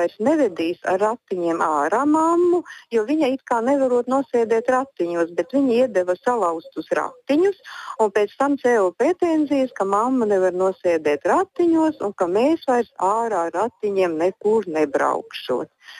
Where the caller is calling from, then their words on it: Ventspils, Courland, Latvia; es esmu Ventspilniece